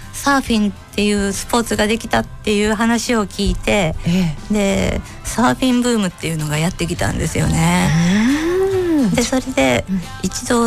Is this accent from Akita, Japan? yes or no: no; Toyonaka, Osaka, Japan; はい、大阪の豊中出身です。